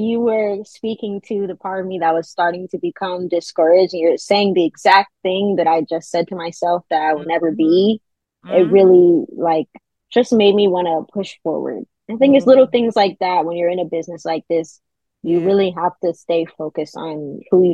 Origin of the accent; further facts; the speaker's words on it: New York, United States; Some people might think that it's because I'm from New York originally.